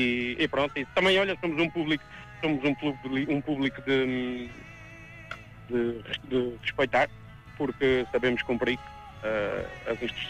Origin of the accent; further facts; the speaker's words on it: Santa Maria, Azores, Portugal; Sou daqui, nasci aqui